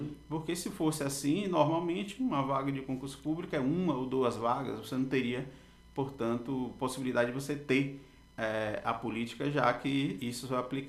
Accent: Bahia, Brazil; Eu sou da Bahia, né? Minha formação é lá na Universidade Federal da Bahia

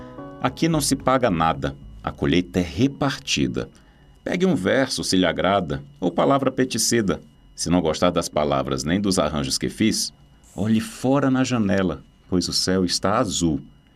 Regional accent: Piauí, Brazil; Eu sou nordestino, sou do Piauí.

